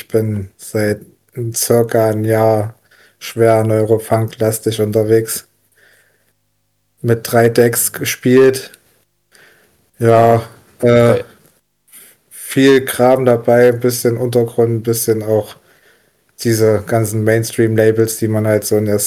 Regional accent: Kranichfeld, Thuringia, Germany; also born or lived in Weimar; now in Erfurt, Germany; Ursprünglich aus Kranichfeld. Ich bin in Weimar geboren, Kranichfeld aufgewachsen. Dann hat es mich ziemlich schnell in die Stadt geschlagen nach Erfurt.

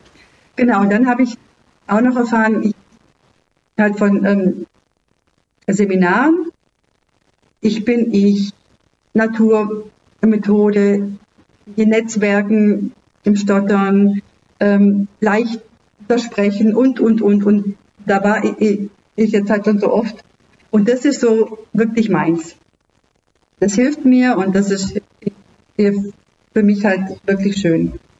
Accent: Baden-Württemberg, Germany; moved away as an adult; now in Ravensburg, Germany; dass ich ja am Bodensee aufgewachsen bin

